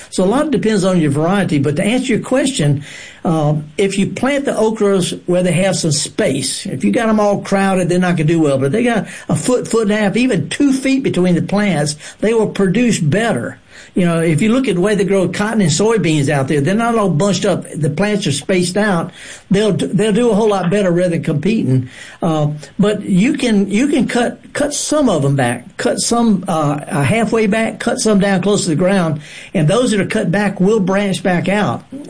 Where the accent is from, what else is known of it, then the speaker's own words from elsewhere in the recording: Mississippi Delta, United States; Okay, now I'm from the Delta.